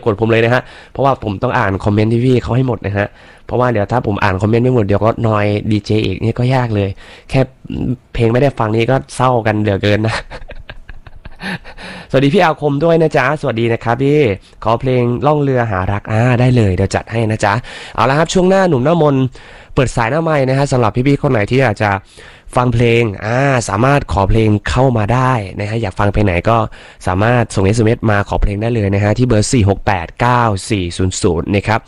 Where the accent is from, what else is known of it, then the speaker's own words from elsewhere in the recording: Isan, Thailand; ผมคนอีสานบ้านเฮาพี่น้องมื้อนี้หลายๆนะครับ